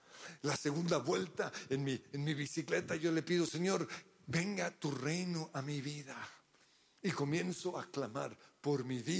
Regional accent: Australia; accent: Colombian; also born or lived in Colombia; pero yo soy australiano, ¿no? Yo hablo como colombiano, pero soy australiano, de esos blancos horribles, sí, ese soy yo.

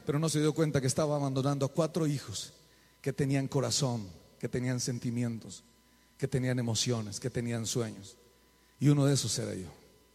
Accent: Colombia; moved away; yo vengo de Colombia

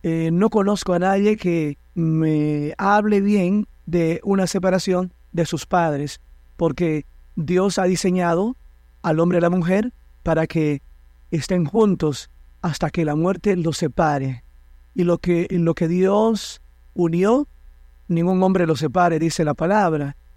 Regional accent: Puerto Plata, Dominican Republic; also born or lived in Santiago de los Caballeros; volvimos a Puerto Plata, a donde nací y a donde nacieron la mayoría de mis hermanos. Porque mi papá y mi mamá son de la segunda capital de la República Dominicana, Santiago de los Caballeros, pero tienen mucho tiempo establecidos en Puerto Plata

